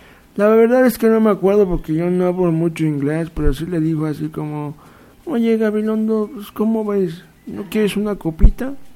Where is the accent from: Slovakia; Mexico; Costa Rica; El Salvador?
Mexico; No, pues soy de México